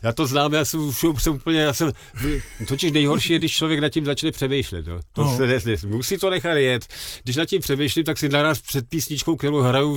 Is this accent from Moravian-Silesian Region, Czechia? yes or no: no; Karlovy Vary, Karlovy Vary Region, Czechia; accent: Karlovy Vary; also born or lived in Velké Losiny; Já jsem se narodil na cestě ve Velkých Losinách, ale mládí jsem strávil v Karlových Varech.